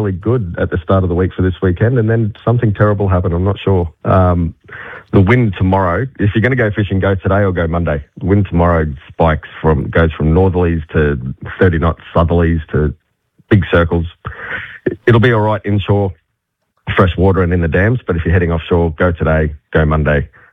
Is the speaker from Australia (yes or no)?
yes; Australia; I'm Australian.